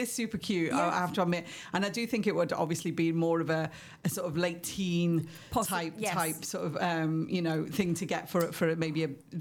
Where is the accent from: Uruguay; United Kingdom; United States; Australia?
United Kingdom; England; now in Spain; being English with England, and then living in Spain